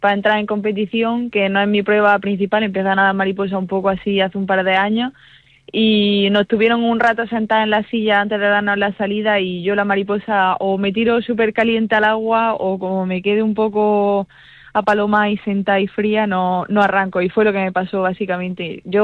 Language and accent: Spanish; Motril, Andalusia, Spain; un orgullo de poder representar pues de donde eres, de llevar el nombre de pues Calchuna, Calahonda, Motril, Granada, a cualquier lado